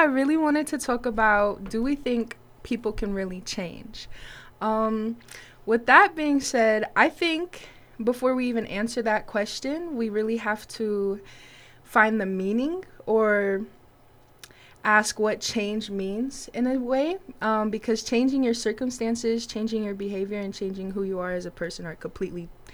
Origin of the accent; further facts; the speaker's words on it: Chicago, Illinois, United States; now in Caldwell, United States; I'm originally from Chicago, but right now I reside in Caldwell.